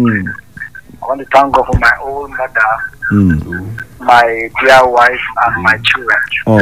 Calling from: Dadin Kowa, Nigeria; I'm calling from Darden Kowa.

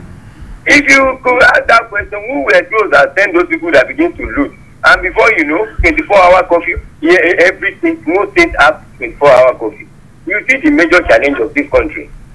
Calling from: Nigeria

